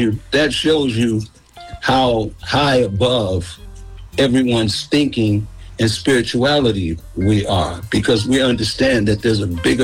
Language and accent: English; San Francisco, California, United States; also born or lived in New Orleans; I was part of the Panther Party growing up here in San Francisco when I came out here from New Orleans.